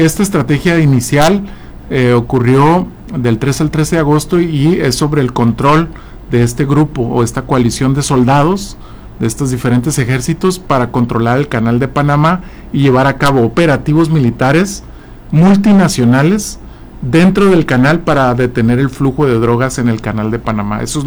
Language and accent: Spanish; Mexico; Vivimos como mexicanos en el ámbito de influencia de una hegemonía que es nuestro vecino.